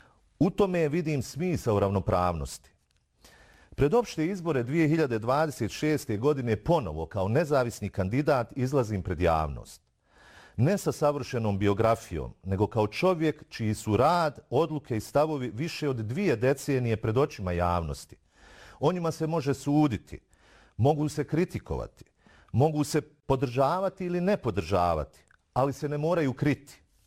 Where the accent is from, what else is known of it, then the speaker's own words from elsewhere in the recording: Srebrenica, Republika Srpska, Bosnia & Herzegovina; born there; moved away; also born or lived in United States; rođen sam u Srebrenici. Poslije rata život me odveo do Amerike. Tamo sam se školovao, radio, gradio život i mogao sam ostati. Ali 2005. godine odlučio sam se vratiti kući, u Srebrenicu gdje i danas živim.